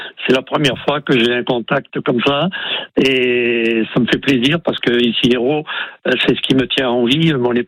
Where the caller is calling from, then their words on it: Mauguio, Occitanie, France; Je suis à Moggio depuis 72, oui.